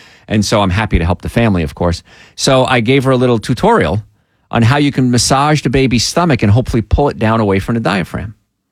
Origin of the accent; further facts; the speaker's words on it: New Jersey, United States; growing up in New Jersey in the toxic, I grew up in a place called the Cancer Belt.